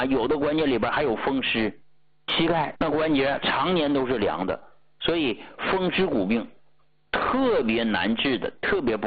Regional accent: Heilongjiang, China; moved away; 中国最冷的地方在黑龙江啊，对吧？我就是黑龙江出来的。

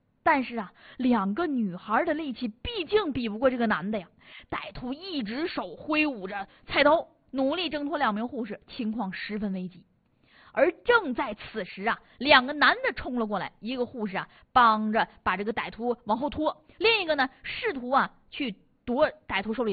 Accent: Northeast China, China; 咱们东北人这种感觉就讲话什么呢？比较粗了

